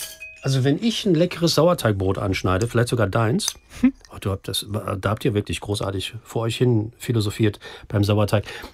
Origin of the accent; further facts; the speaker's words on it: North Rhine-Westphalia, Germany; Ich bin ein Kind des Reviers, werde ich ja nicht müde zu erzählen.